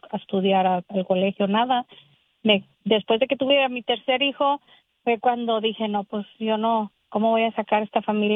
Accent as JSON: {"language": "Spanish", "region": "Texas", "country": "United States", "tie": "born or raised there", "also_born_or_lived": "Mexico", "said": "Soy inmigrante de 5 años, me vine de México a Texas, ahí crecí."}